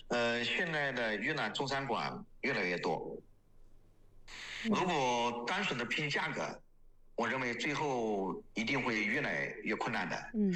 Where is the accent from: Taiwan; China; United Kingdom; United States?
China